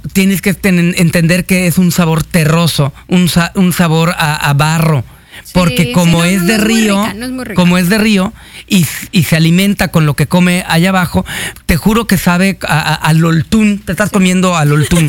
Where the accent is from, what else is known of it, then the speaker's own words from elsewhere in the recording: Yucatán, Mexico; como los yucatecos tenemos en mente cuando en muchas épocas teníamos muy mala carne